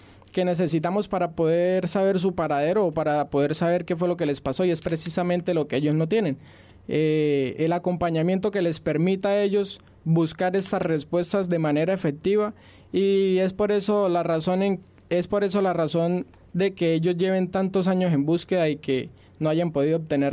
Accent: Colombia; uno como persona colombiana, pues no sé si digo bien el término, o persona residente en esa frontera colombiana y en este paso fronterizo, pues que enmarca la ciudad de Cúcuta

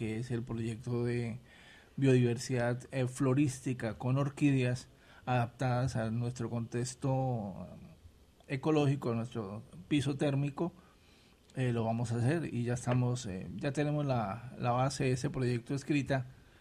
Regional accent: Norte de Santander, Colombia; yo vivía y pasé mi niñez en Ciudad Jardín y vivíamos ahí en Ciudad Jardín

